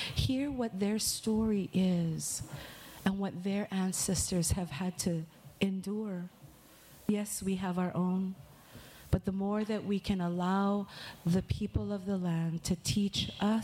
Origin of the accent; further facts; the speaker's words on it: Hawaii, United States; born there; I would say I'm not Hawaiian, but I am birthed of this land, and it runs through my blood and my veins and my bones.